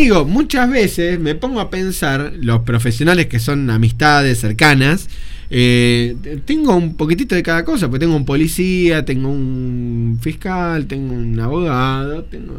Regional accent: General Rodríguez, Buenos Aires Province, Argentina; soy nacido y criado en General Rodríguez.

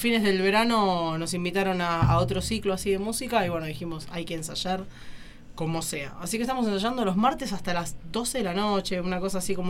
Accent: Moreno, Buenos Aires Province, Argentina; moved away; Hacemos base en Moreno porque en realidad somos todos morenenses, pero bueno, cuestiones de la vida, estamos viviendo en lugares distintos.

